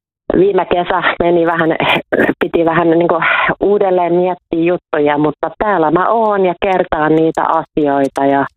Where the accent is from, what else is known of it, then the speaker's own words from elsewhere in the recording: Helsinki, Uusimaa, Finland; vaikka olen helsinkiläinen